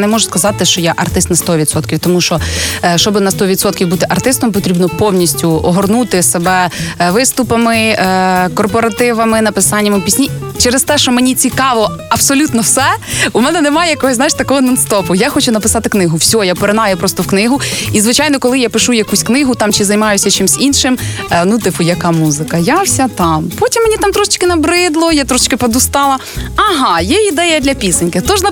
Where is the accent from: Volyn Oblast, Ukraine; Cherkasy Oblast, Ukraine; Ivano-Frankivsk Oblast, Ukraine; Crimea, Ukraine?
Cherkasy Oblast, Ukraine; Kaniv; я родом з Канєва